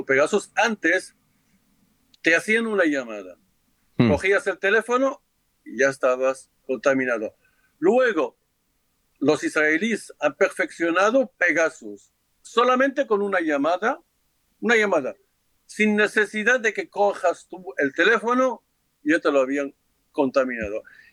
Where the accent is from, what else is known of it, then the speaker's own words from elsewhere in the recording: Morocco; Spanish is a second language; yo, para mí, como de marroquí, yo digo la diplomacia marroquí, chapó.